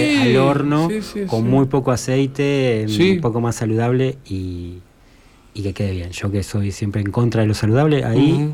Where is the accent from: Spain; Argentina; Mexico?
Argentina; Claro, pero yo digo nosotros los argentinos.